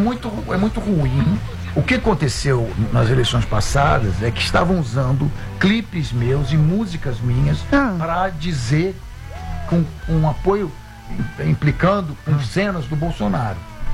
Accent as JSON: {"language": "Portuguese", "region": "Rio de Janeiro", "country": "Brazil", "said": "eu sou carioca, eu posso ser cidadão honorário"}